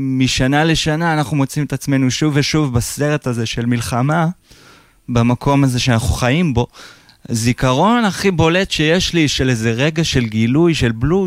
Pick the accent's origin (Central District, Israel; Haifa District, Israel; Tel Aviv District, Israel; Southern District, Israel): Haifa District, Israel; Haifa; born there; also born or lived in Kiryat Tivon / Tiberias / Hatzor HaGlilit; גרתי בקריית טבעון אצל אבי. במקור אני מחיפה. והתגלגלתי פה ושם עם כזה גירושים של ההורים ו... כל מיני בתים, אבל בגדול חיפה והצפון, והיו לי כל מיני תקופות בגליל, טבריה, חצור הגלילית.